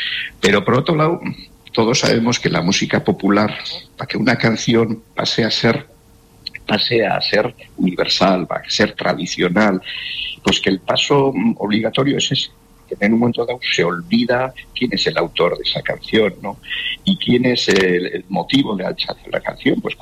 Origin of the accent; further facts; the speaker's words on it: Hernani, Basque Country, Spain; hubo una semana cultural muy, muy intensa en Hernani, de donde soy yo